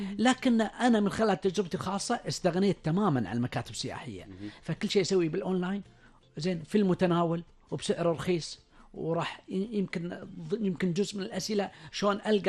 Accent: Kuwait

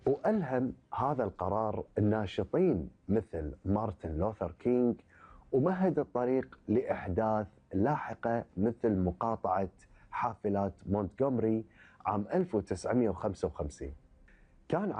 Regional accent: Kuwait; في ديرتنا الحبيبة الكويت استمرت مسيرة بناء الدولة الحديثة بخطى واثقة وثابتة

